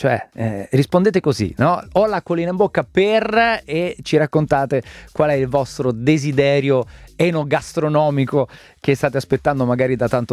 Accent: Rome, Lazio, Italy; now in Milan, Italy; io sono in diretta da Roma, ma vivo in un'altra città. Quando torno a Roma c'è la bellezza di stare un po' a casa con i miei

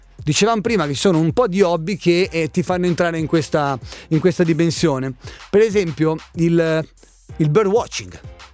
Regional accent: Bresso, Lombardy, Italy; Vengo da Bresso. A Bresso ho la mia casetta con un piccolissimo giardino

